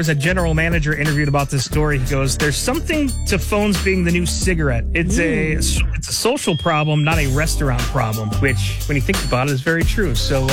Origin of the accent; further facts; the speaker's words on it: Griffith, Indiana, United States; I love my hometown of Griffith, Indiana. It's about 30 minutes southeast of Chicago.